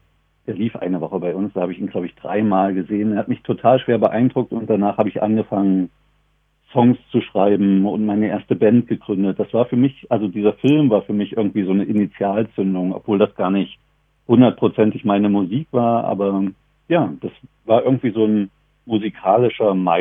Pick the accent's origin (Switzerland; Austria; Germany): Germany; Dessau, Saxony-Anhalt; moved away; Ich komme aus Dessau ursprünglich, im heutigen Sachsen-Anhalt.